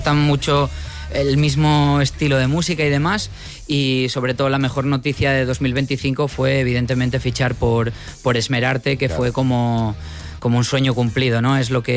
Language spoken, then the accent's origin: Spanish; Asturias, Spain; Somos dos de Avilés, uno de Cudillero y otro de Gijón.